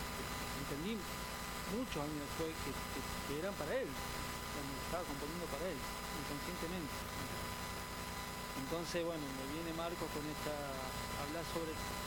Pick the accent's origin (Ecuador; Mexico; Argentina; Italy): Argentina; Tucumán; yo soy de Tucumán